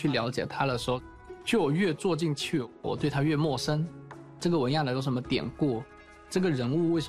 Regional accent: Shantou, Guangdong, China; moved away as an adult; 我爸爸妈妈，甚至我奶奶都希望说我可以留在汕头陪他们。

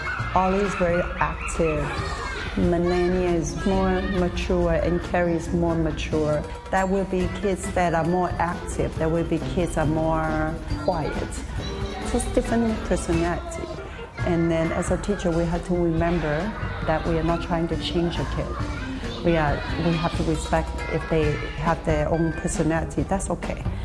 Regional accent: Hong Kong; English is a second language; I'm actually from Hong Kong. I've been working in international school for 10 years already.

